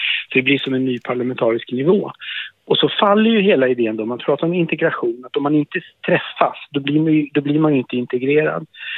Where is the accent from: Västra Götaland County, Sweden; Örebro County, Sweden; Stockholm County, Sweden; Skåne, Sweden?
Stockholm County, Sweden; Stockholm; man bodde i hyreshus eller bostadsrätt eller villa eller radhus i Högdalen där jag växte upp. Och så gick alla i samma skola.